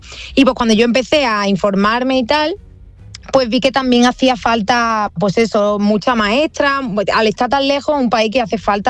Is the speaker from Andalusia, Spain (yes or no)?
yes; Málaga, Andalusia, Spain; moved away as an adult; also born or lived in Ireland; now in Australia; Sí, yo soy malagueña, pero ya llevo aquí 3 años y pico.